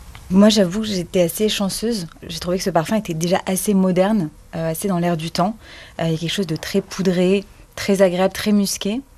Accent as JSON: {"language": "French", "town": "Paris", "region": "Île-de-France", "country": "France", "tie": "born or raised there", "said": "j'ai 26 ans. Je suis née à Paris, j'ai grandi à Paris, et je travaille aujourd'hui à Paris."}